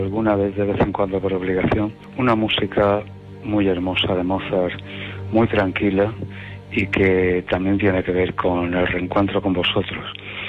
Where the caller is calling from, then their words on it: Murcia, Region of Murcia, Spain; de Murcia.